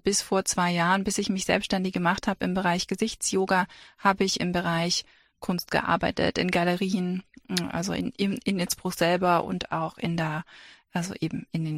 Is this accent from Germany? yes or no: yes; Saxony, Germany; born there; Also ich bin, und das ist ein bisschen exotisch, noch in der DDR geboren. Ich komme ja aus Deutschland und meine Eltern leben auch noch im wunderbaren Erzgebirge, landschaftlich ganz, ganz wunderschön.